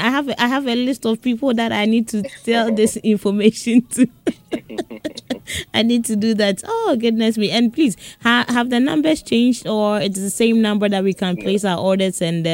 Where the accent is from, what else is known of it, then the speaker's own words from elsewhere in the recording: China; Yes, I'm from China.